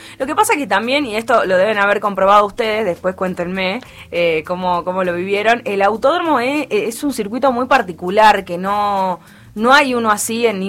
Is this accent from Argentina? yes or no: yes; Argentina; lo que nos pasa a los argentinos